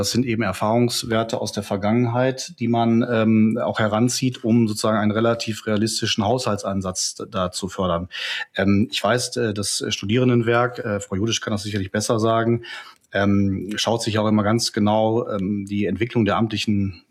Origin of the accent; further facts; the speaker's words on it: North Rhine-Westphalia, Germany; für ganz Ostwestfalen-Lippe, meine Heimatregion